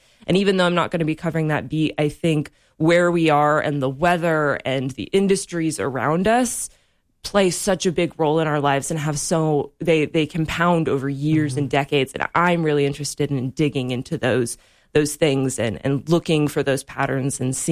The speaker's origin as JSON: {"language": "English", "town": "Ogallala", "region": "Nebraska", "country": "United States", "tie": "born or raised there", "also_born_or_lived": "Lincoln, Nebraska / Ames, Iowa", "moved": "as an adult", "lives_now": "Minnesota, United States", "said": "So I'm originally from Western Nebraska. I grew up in a town called Ogallala, which you don't need to know how to spell, but has more L's than you think it does. And that's about 20 minutes from the Colorado border on Interstate 80."}